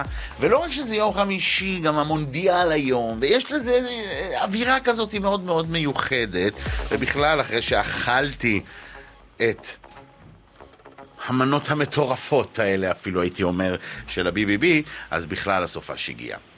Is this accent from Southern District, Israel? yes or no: yes; Eilat, Southern District, Israel; אני כאילתי